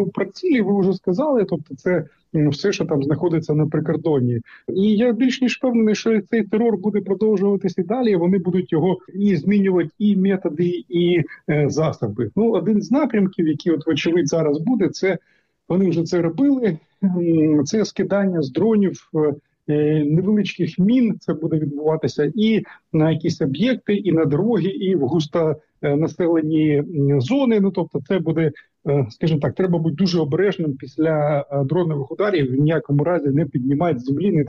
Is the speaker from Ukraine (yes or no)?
yes; Sumy, Sumy Oblast, Ukraine; Ну, от моє рідне місто Суми потрапляє, ну, буквально кожного дня туди 3-5 авіаційних бомб падає